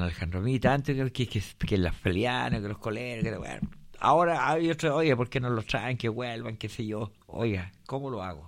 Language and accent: Spanish; Chile; todos nosotros como chilenos